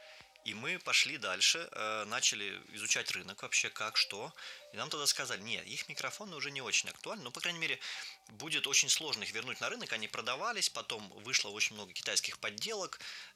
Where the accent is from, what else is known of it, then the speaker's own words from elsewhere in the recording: Tula, Tula Oblast, Russia; пригласил его выступить в моем родном городе, в Туле.